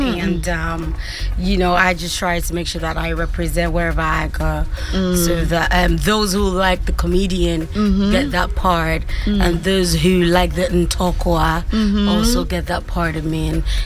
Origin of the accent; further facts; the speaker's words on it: Ghana; I'm still a Ghanaian. And I still live in Ghana